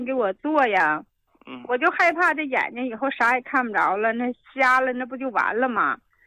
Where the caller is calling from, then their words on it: Harbin, Heilongjiang, China; 我家是哈尔滨的，今年吧59了。